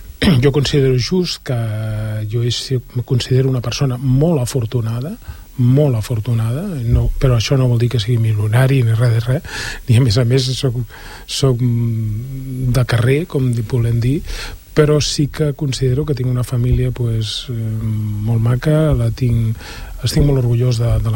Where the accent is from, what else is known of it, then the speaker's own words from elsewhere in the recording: Sant Boi de Llobregat, Catalonia, Spain; also born or lived in Sants, Barcelona; els meus pares al final van venir aquí a Sant Boi. Jo sóc del barri Ciutat Cooperativa. Jo ahir vaig créixer, vaig estudiar allà i vaig fer, pues, bueno, vaig fer la meva adolescència allà.